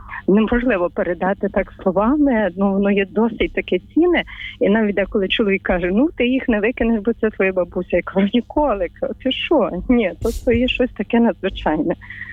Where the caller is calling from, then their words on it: Ternopil, Ternopil Oblast, Ukraine; Слава навіки, я з Тернополя